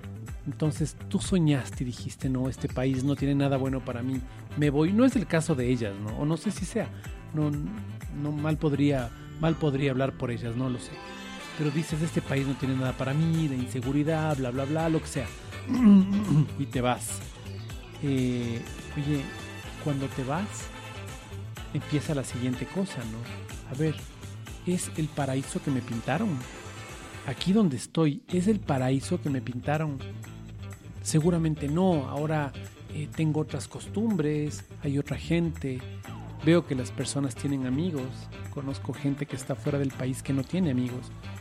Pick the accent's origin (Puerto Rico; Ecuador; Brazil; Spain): Ecuador; Así somos los ecuatorianos